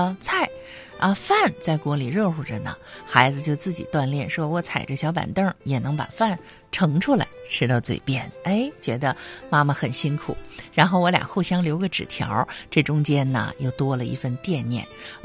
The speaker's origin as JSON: {"language": "Chinese", "region": "Northeast China", "country": "China", "said": "咱们东北人喜欢的大饼子"}